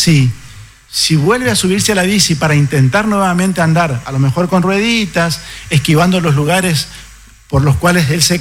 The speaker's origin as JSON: {"language": "Spanish", "country": "Argentina", "said": "Porque también nosotros como argentinos tenemos esta gesta malvinense"}